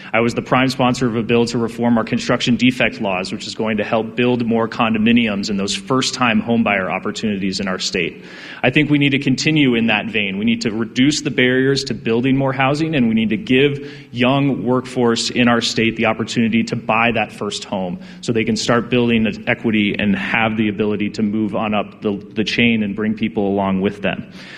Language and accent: English; Routt County, Colorado, United States; I grew up here in this district. I grew up in Rout County.